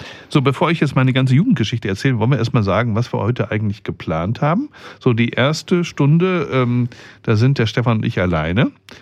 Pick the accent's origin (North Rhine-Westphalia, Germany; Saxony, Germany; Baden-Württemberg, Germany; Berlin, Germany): North Rhine-Westphalia, Germany; Herne; moved away; Und meine Eltern, also wir kommen ja ursprünglich aus dem Ruhrpott, ne? Aus Herne.